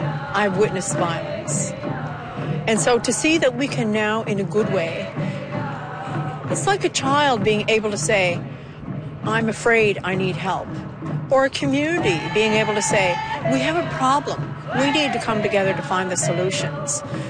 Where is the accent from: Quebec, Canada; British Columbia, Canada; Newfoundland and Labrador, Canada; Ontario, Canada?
Newfoundland and Labrador, Canada; Stephenville; now in Corner Brook, Canada; I'm a knowledge keeper and a feather carrier. I live here in Cornerbrook. I'm from Stephenville originally.